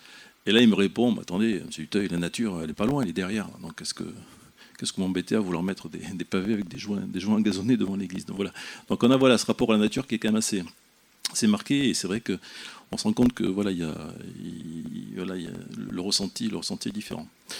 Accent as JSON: {"language": "French", "region": "Nouvelle-Aquitaine", "country": "France", "tie": "born or raised there", "said": "je suis originaire de Dordogne"}